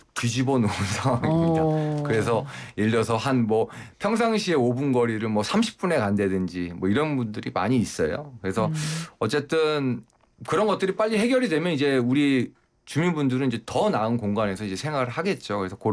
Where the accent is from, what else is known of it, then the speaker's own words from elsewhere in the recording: Chuncheon, Gangwon, South Korea; born there; 시골에 태어나 강원도 춘천에서 태어났어요.